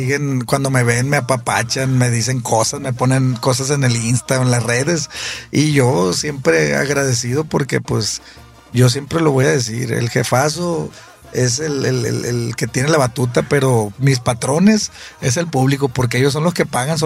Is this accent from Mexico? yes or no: yes; Culiacán, Sinaloa, Mexico; now in United States; Mire, compa, la verdad, pues yo soy de Culiacán, usted lo sabe y mucha gente también. Y para los que no sabían, pues soy de allá, ¿no?